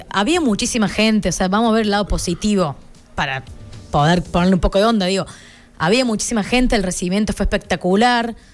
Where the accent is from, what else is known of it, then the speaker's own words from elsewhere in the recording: Córdoba, Argentina; Sí, somos todos cordobeses.